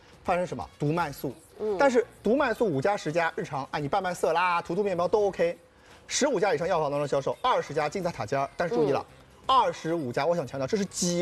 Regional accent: China; 我们知道啊，上一个我们中国人当中理解出来上一个动物和植物的结合是什么？

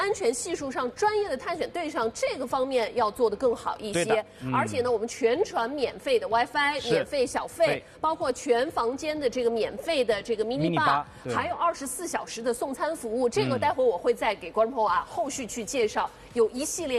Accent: China; 也不是说我一个人去，我中国人我就能登到那儿。

